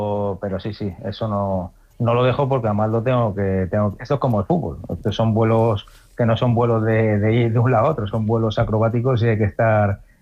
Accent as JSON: {"language": "Spanish", "town": "Zaragoza", "region": "Aragon", "country": "Spain", "said": "Yo soy maño, me considero maño, bautizado y pasado por el manto del Pilar"}